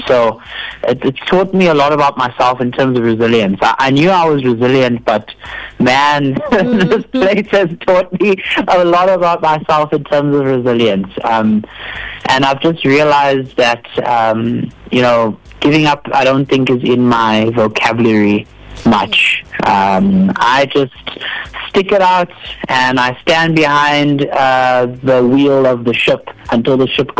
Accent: Durban, KwaZulu-Natal, South Africa; now in Johannesburg, South Africa; Well, I'm a 26-year-old singer-songwriter originally from Durban, KZN. Mm-hmm. And I've actually recently moved to the city of gold, Johannesburg, Sandton.

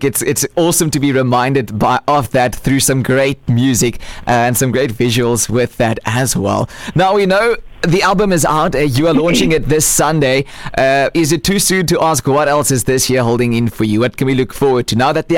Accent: Karoo, South Africa; now remember, I'm from the Karoo. There's the closest ocean is about 250 kilometers away from me, so growing up close to the ocean wasn't a reality for me

